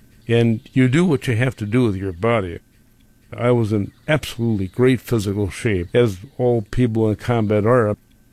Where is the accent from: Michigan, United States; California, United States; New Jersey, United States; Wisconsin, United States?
Wisconsin, United States; I'm trying to tell this guy that I am from Wisconsin, and I have three children in our family.